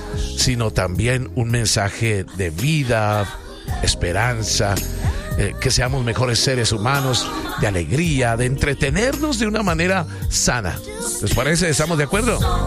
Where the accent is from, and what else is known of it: Colombia